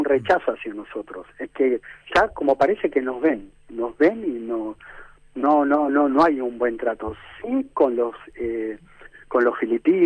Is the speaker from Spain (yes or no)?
no; Argentina; lo loco que somos los argentinos, no se podía entrar con una bandera, nos ingeniamos para entrar con una bandera en la cancha